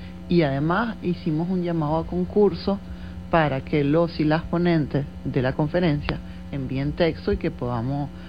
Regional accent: Venezuela; como venezolanos, como venezolanas

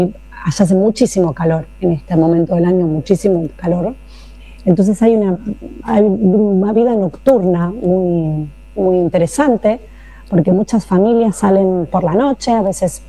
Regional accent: Argentina; te preguntaban de dónde sos, de Argentina

